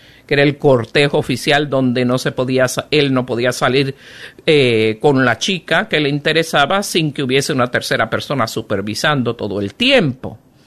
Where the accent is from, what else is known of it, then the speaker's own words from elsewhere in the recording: Puerto Rico; yo soy nativa de Puerto Rico.